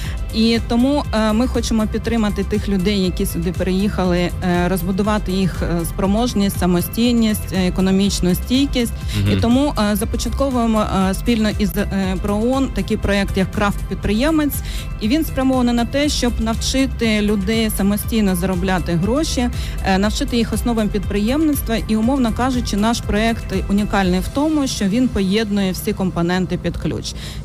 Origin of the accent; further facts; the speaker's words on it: Dnipriany, Kherson Oblast, Ukraine; moved away as an adult; also born or lived in Nova Kakhovka; now in Chernivtsi, Ukraine; Я якраз з Дніпрян